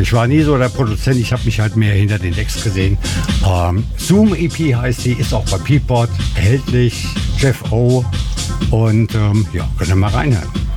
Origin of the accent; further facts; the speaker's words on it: Marburg, Hesse, Germany; Ich komme aus Marburg